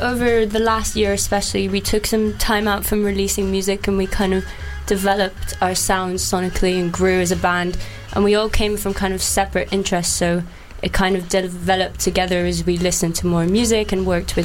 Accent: Luxembourg; now in London, United Kingdom; I'm from Luxembourg.

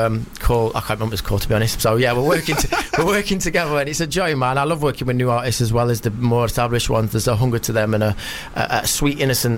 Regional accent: Sheffield, Yorkshire and the Humber, United Kingdom; moved away; I'm from Sheffield

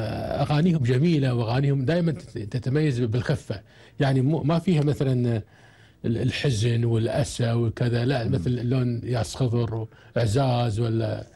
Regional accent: Kuwait; عندنا في الكويت منتشر

